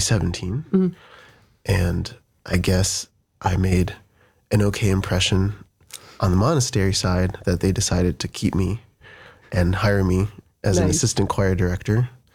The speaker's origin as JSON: {"language": "English", "region": "New York", "country": "United States", "tie": "born there", "also_born_or_lived": "Cleveland, Ohio", "said": "Grew up in Cleveland for a little bit, and then moved to upstate New York. Right around 2000, and then grew up there for 17 years, and then was always an altar boy."}